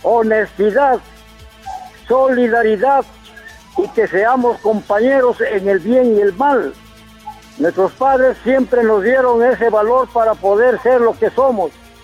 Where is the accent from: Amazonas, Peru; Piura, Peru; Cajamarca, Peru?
Cajamarca, Peru; moved away; allá en mi tierra, en Cajamarca